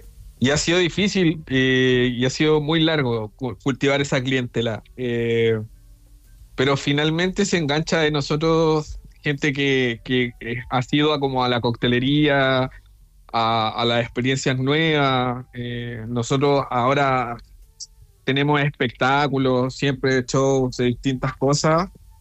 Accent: Chile; como yo soy chileno, me corrijan si es que voy hablando un poquito rápido, porque aquí hablamos un poquito rápido.

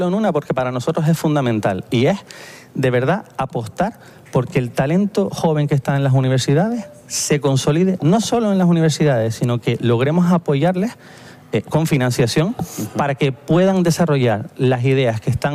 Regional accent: Canary Islands, Spain

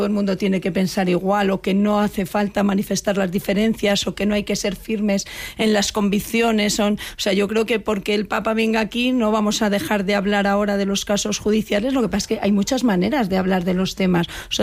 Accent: Spain; now in Madrid, Spain

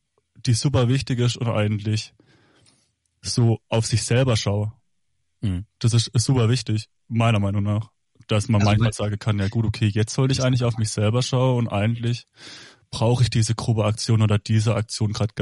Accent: Baden-Württemberg, Germany; accent: Badisch; Also ich komme aus dieser Hoberg-Bubble, was man an meinem Dialekt wahrscheinlich hört

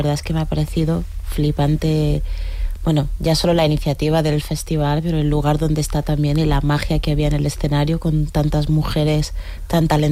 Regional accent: Guinea-Bissau; first language Guinea-Bissau Creole; Spanish is a second language; mezclamos el criollo de mi país, de Guinea-Bissau, con una soleá por bulería, pero cantada en mi idioma y contando una historia muy bonita de resistencia de mi pueblo, de Guinea-Bissau.

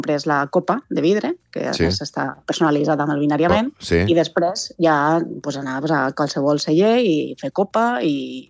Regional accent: Monòver, Valencian Community, Spain; now in Barcelona, Spain; Jo soc de Monòver, que és la comarca del Vinalopó, de les Valls del Vinalopó, de les comarques d'Alacant.

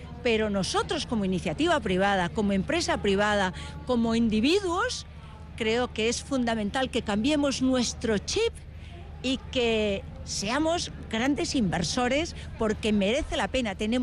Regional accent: Spain; porque además de españoles, somos europeos, somos iberoamericanos. Yo me siento súper privilegiada de la gran región a la que pertenezco.

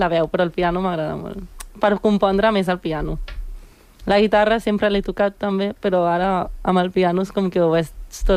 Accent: Sant Cugat del Vallès, Catalonia, Spain

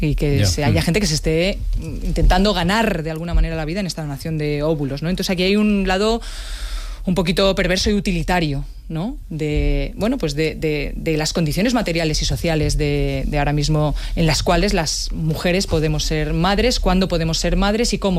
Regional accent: Community of Madrid, Spain; como ministra y como madrileña

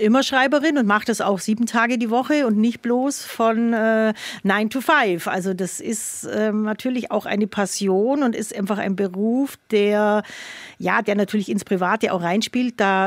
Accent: Bavaria, Germany; ich bin die Allgäuerin, du darfst zu einer Allgäuerin nicht Schwäbin sagen.

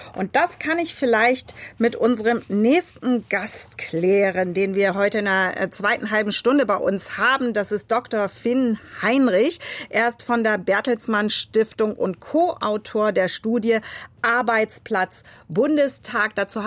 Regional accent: Verden, Lower Saxony, Germany; aus Verden an der Aller, mir sehr nahe, meine Heimatstadt.

